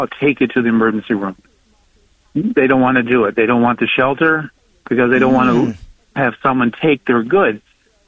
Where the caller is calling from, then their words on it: Florence, South Carolina, United States; I'm calling from Florence, South Carolina, EWTN 130.